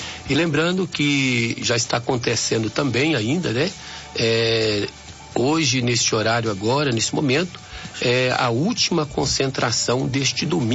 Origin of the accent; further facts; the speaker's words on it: Governador Valadares, Minas Gerais, Brazil; Eu sou o seu irmão em Cristo … Eu sou mineiro de Governador Valadares. Governador Valadares está localizada no leste de Minas, uma cidade linda, maravilhosa